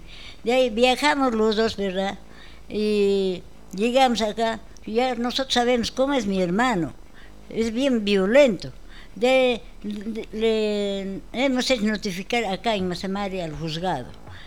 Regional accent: Andamarca, Junín, Peru; born or raised there

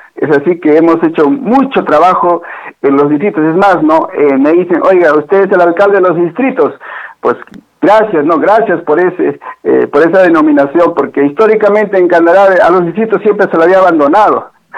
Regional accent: Candarave, Tacna, Peru; tanto quiero a mi tierra

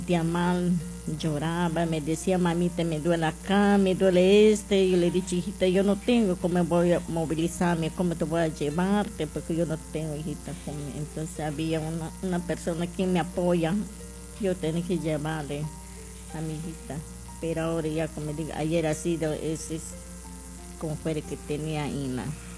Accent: Pucaurquillo, Loreto, Peru; Yo vengo de la comunidad de Pucaurquillo, Río Ampiaco, comunidad nativa.

